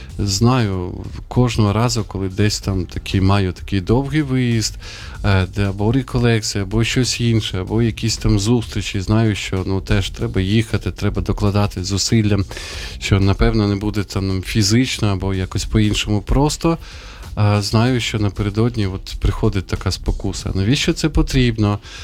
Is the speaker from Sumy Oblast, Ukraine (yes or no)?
yes; Sumy, Sumy Oblast, Ukraine; now in Kyiv, Ukraine; я дуже переживаю за там, моє рідне місто, за Суми.